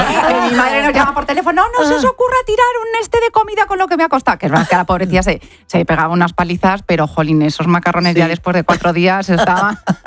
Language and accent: Spanish; Cuenca, Castilla-La Mancha, Spain; le voy a meter un queso manchego mío de mi tierra, de Cuenca.